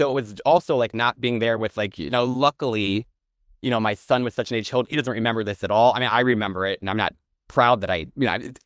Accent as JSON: {"language": "English", "region": "Midwest", "country": "United States", "said": "as a Midwesterner"}